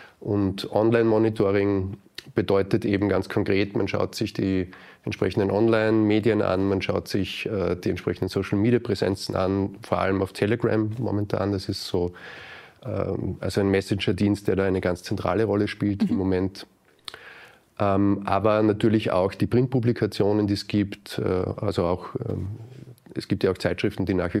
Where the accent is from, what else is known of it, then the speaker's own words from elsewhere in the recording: Salzburg, Austria; Ich bin im Lungau aufgewachsen, in einem LehrerInnenhaushalt, wo Zeitgeschichte ein sehr präsentes Feld war